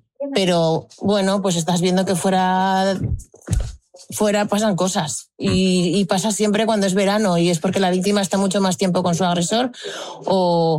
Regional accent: Basque Country, Spain; somos vascos y vascas y venimos del matriarcado.

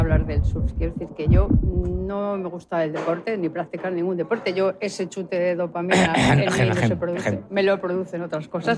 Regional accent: Basque Country, Spain; moved away; Yo cuando me vine a vivir aquí, que por cierto, hablando del amor, yo me vine aquí por amor, yo soy vasca, por amor.

